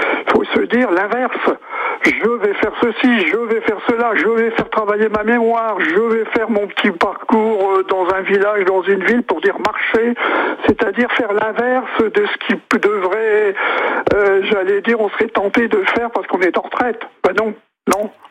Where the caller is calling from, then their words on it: Hauts-de-France, France; Je suis en Picardie